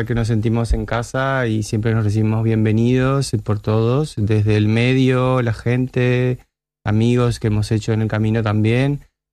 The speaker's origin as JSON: {"language": "Spanish", "country": "Uruguay", "moved": "as an adult", "lives_now": "Valencia, Spain", "said": "Trabajo en moda en Uruguay, en mi país."}